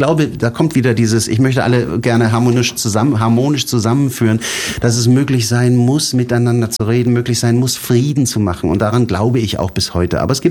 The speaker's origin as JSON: {"language": "German", "country": "Italy", "moved": "yes", "lives_now": "Germany", "said": "ich bin Italiener"}